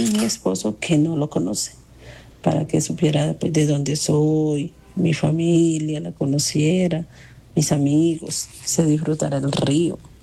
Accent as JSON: {"language": "Spanish", "town": "El Retiro", "region": "Bolívar", "country": "Colombia", "tie": "born or raised there", "moved": "yes", "said": "Yo me iría para mi pueblo, pueblo que se llama El Retiro Bolívar. Queda cerquita Magangué."}